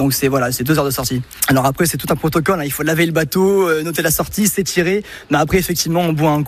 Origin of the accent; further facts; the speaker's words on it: Castillon-la-Bataille, Nouvelle-Aquitaine, France; j'ai 21 ans, je suis de Castillon-la-Bataille. C'est de venir retrouver mon club d'aviron d'enfance et de venir ramer avec eux sur la Dordogne.